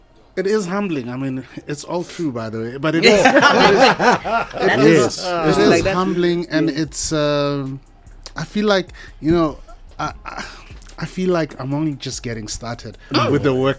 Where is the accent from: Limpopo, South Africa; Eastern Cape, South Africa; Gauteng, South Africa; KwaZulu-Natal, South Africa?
Gauteng, South Africa; Soweto; also born or lived in Mafikeng; But yeah, I was born and raised in Soweto in the early 1970s.